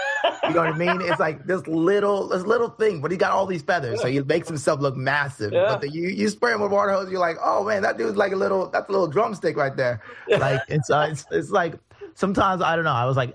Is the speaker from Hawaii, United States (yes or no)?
yes; Hawaii, United States; every kid growing up in Hawaii got to know that, man. It's like, it's a beautiful fish, man. It's a state fish, and it's like, I miss the islands.